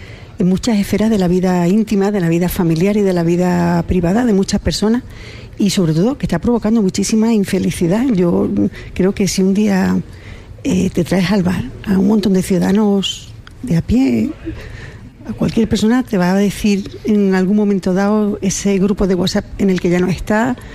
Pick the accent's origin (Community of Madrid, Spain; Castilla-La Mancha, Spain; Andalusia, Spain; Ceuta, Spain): Ceuta, Spain; Mira, yo vengo de Ceuta. Ceuta es un sitio que ahora mismo es un escenario de una guerra del siglo XXI o de un conflicto híbrido, de un drama huma